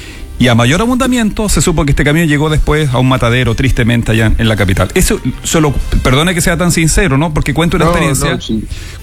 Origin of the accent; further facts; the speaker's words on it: Hualañé, Maule, Chile; Yo soy originario de Gualañé.